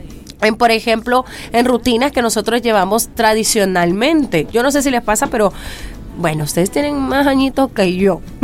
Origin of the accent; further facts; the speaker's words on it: Santa Ana, El Salvador; En agosto, muchas veces en Santa Ana, cuando sos de Santa Ana, es Lagosto, ¿no? Nos vamos al lago de Coatepeque